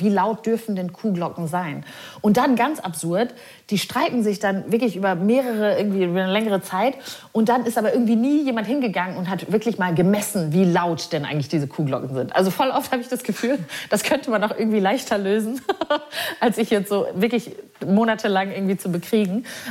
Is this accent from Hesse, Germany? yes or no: no; Neukirchen-Vluyn, North Rhine-Westphalia, Germany; Also Neukirchen-Flüen, da wo ich aufgewachsen bin, ist wirklich sehr klein, sehr provinziell. Und immer wenn wir nach Duisburg oder Dortmund eben gefahren sind, das war für mich dann die große weite Welt.